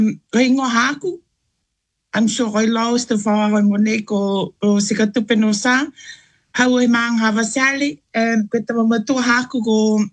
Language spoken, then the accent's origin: English; Niue; now in Wales, United Kingdom; I am quite proud and I am quite happy that I've made my life here now with my children in Wales. Growing up in Niue, it is a different story to how it is over here now.